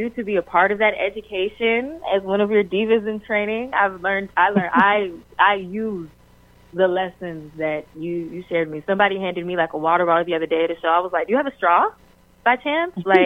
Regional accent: High Point, North Carolina, United States; you know, like you said, and I am from High Point. I am from High Point. But my family and I are actually transplants. Both of my parents are actually out of Pendleton, South Carolina. So real country living.

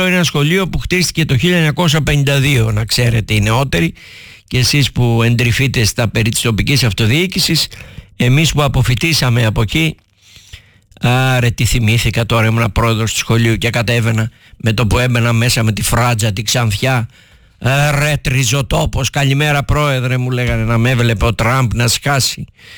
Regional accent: Patras, Western Greece, Greece; σαν πατρινός

